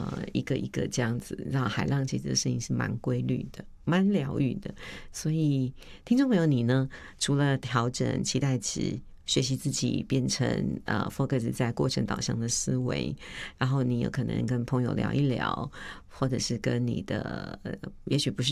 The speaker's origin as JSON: {"language": "Chinese", "town": "Hualien", "region": "Hualien County", "country": "Taiwan", "tie": "born there", "said": "我不知道是不是跟我出生在花莲有关，我有时候看着那个一望无际的海，其实我整个人就会比较平静。"}